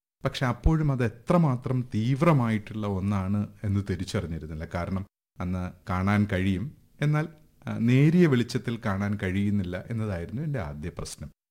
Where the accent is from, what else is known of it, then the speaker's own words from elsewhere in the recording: Kuttichal, Kerala, India; born there; ഞാൻ ജനിച്ചത് തിരുവനന്തപുരം ജില്ലയിലെ കുട്ടിച്ചൽ എന്ന് പറയുന്ന ഒരു ചെറിയ ഗ്രാമത്തിലാണ്.